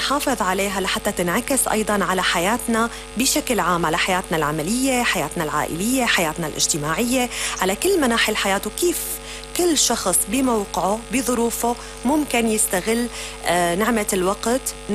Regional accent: Syria; لانه احنا بنعرف بانه احنا كشعب سوري في علينا يمكن مرقت ظروف طبعا كتير قاسية وقاهرة

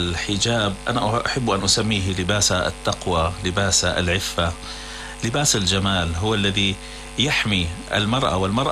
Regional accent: Syria; المرحلة مهمة في تاريخ بلدنا سوريا الحبيبة، مرحلة انتصار الثورة السورية على النظام المجرم الدكتاتوري

